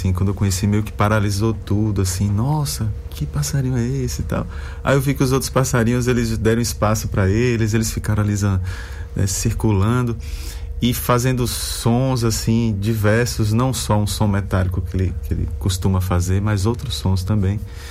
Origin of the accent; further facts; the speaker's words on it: Bahia, Brazil; born there; moved away; o local onde eu nasci, a região onde eu nasci, que é a região do semiárido, região ali entre Senhor do Bonfim e Itiúba.